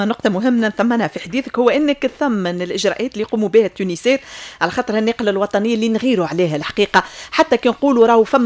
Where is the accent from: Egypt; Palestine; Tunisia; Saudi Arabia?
Tunisia; نحن من تونس